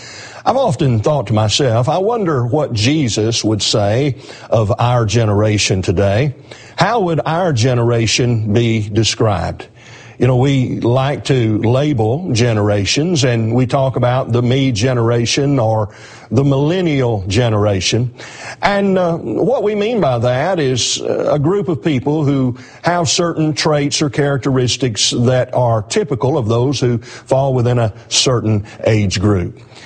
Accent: Alabama, United States; So we have Tennessee and Mississippi, and I'm from Alabama, so we've got a lot of the South represented today.

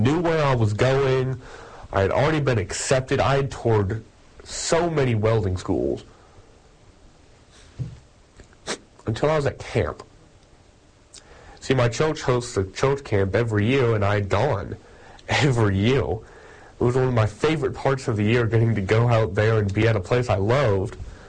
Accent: Little Rock, Arkansas, United States; moved away as an adult; now in Paragould, United States; I'm from Little Rock, Arkansas. The college I go to is in Paragould, about 2.5 hours away.

